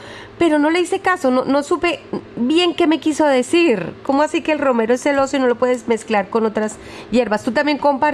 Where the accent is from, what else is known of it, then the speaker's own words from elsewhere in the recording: Cali, Valle del Cauca, Colombia; yo vengo de Cali